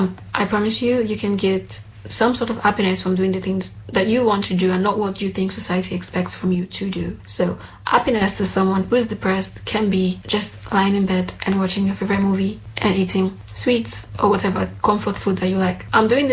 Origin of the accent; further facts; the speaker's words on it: Nigeria; accent: Nigerian; moved away as an adult; also born or lived in Greece; Okay, so I'm from Nigeria. I lived in Nigeria up until I was 18 years old, and then I moved to Greece. I lived in Greece for about 4 years